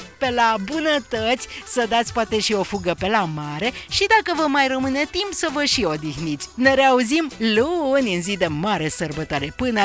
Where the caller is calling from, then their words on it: Codlea, Brașov County, Romania; din Codlea, din Brașov